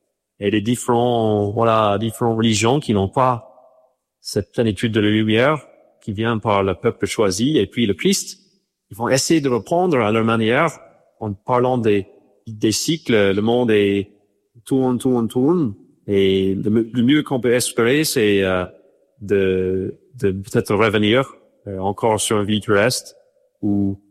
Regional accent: Ireland; j'ai grandi en Irlande avec une éducation chrétienne

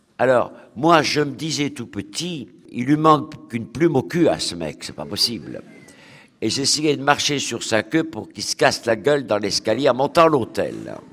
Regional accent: Rochefort, Nouvelle-Aquitaine, France; born there; j'étais en Charente-Maritime, je suis né à Rochefort-sur-Mer

